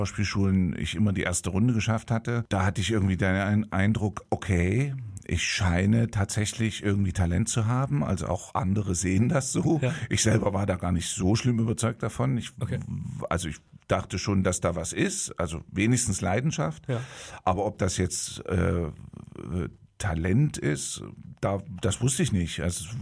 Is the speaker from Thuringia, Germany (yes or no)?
yes; Gotha, Thuringia, Germany; born there; Also ich bin gebürtiger Gothaer